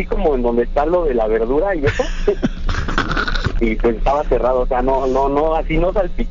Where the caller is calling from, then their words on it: State of Mexico, Mexico; En el Estado de México.